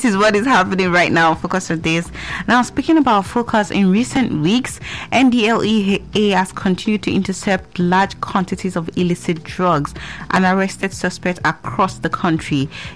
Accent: Nigeria; born there; I grew up to know in Nigeria

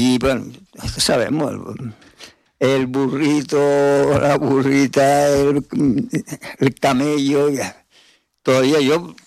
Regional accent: Guatiza, Canary Islands, Spain; Está ahí al ladito de donde yo nací, en Guatiza.

